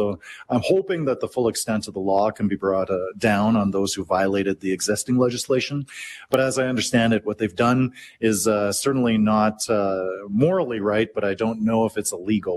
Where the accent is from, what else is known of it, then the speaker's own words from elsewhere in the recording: Canada; Obviously, we're not a perfect country, but for me, I'm Canadian through and through. I'm not a transactional Canadian. I'm not a conditional Canadian.